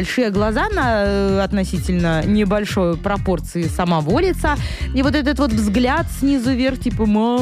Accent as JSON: {"language": "Russian", "country": "Belarus", "said": "Мы белорусы."}